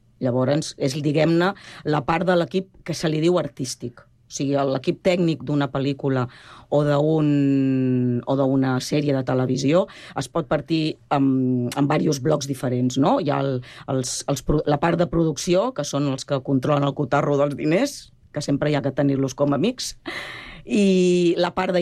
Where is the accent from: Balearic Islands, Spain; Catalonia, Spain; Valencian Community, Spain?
Catalonia, Spain; Barcelona; now in Sant Cugat del Vallès, Spain; Jo sóc del barri de Sant Andreu, fa 30 anys que visc a Sant Cugat, però sóc d'un barri de Sant Andreu que tenien uns condicionants abans, com Gràcia, com Horta i tal